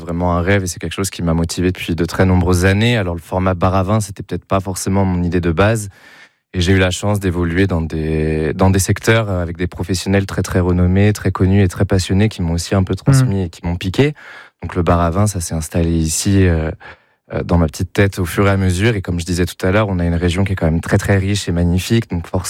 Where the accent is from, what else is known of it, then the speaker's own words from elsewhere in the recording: Paris, Île-de-France, France; moved away as an adult; now in Le Fayet, France; Donc je suis parisien. J'ai travaillé très longtemps à Paris